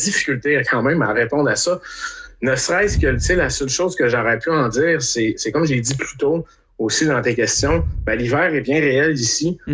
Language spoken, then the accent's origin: French; Quebec City, Quebec, Canada; je viens de Québec